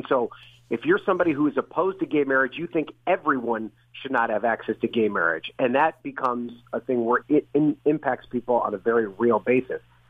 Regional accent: New York, United States; Like my home state, New York, has lost congressional seats over the years because they've lost populations.

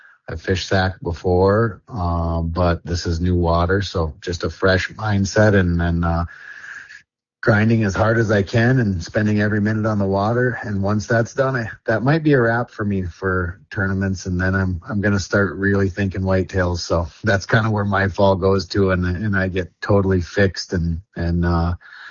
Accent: Grand Rapids, Michigan, United States; It's right here in my hometown, Raceport Marine, Grand Rapids.

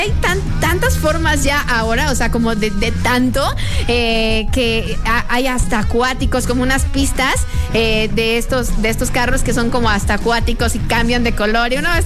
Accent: Mexico; somos mexicanos

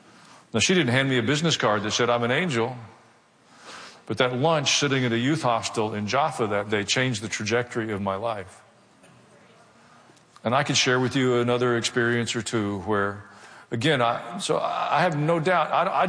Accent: the South, United States; but I was raised in the South

